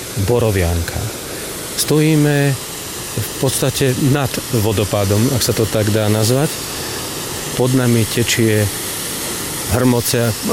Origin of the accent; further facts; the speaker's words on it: Žilina Region, Slovakia; Ako Oravec je zvlášť cením tieto slová a priznám sa, že pohľad do môjho domova, národnú Oravu, ma rozclivel a rozcitlivel.